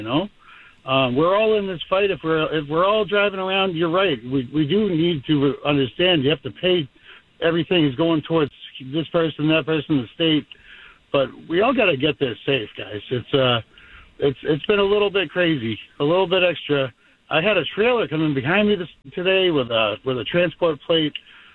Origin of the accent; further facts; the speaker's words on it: Marshfield, Massachusetts, United States; now in Brookline, United States; I'm from Brookline, New Hampshire right now, but I am originally from Marshfield, Massachusetts.